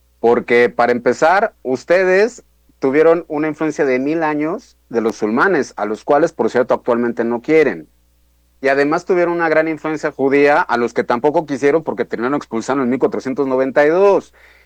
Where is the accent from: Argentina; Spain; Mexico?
Mexico; somos mexicanos como producto de todas esas cosas.